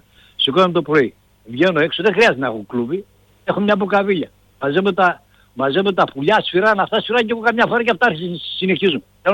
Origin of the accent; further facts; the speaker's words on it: Thessaloniki, Central Macedonia, Greece; εγώ μεγάλωσα μέσα στη Θεσσαλονίκη. Μέσα στη Θεσσαλονίκη. Αλλά τα καλοκαίρια μου τα έβγαζα πάντα στο χωριό.